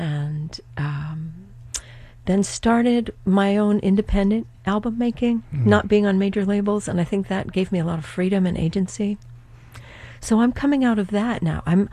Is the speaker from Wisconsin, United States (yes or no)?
no; Rockport, Massachusetts, United States; being in Rockport, growing up in Rockport, where I barely got in the FM radio dial.